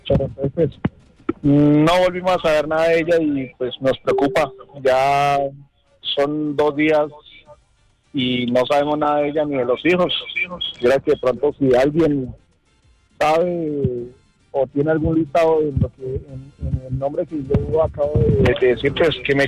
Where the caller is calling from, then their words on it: Bogotá, Colombia; Estoy ubicado … estoy ubicado por aquí en Bosa, en el barrio Bosa de la ciudad de Bogotá.